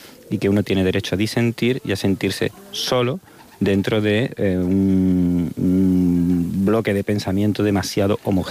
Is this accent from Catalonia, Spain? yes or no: no; Andalusia, Spain; esta circunstancia me ha ayudado a construir mi identidad como español y como andaluz, sobre todo. Estando allí me di cuenta sobre todo de lo andaluz que era